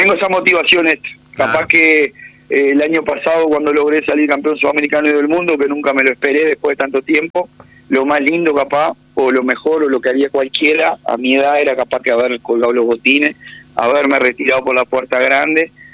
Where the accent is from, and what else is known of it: Río Branco, Cerro Largo, Uruguay